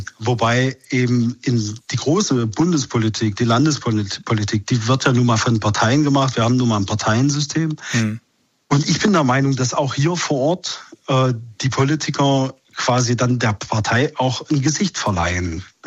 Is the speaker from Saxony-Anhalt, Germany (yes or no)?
yes; Querfurt, Saxony-Anhalt, Germany; Ich komme aus Querfurt, da sitzen Schnellroder, Götz Kubitschek.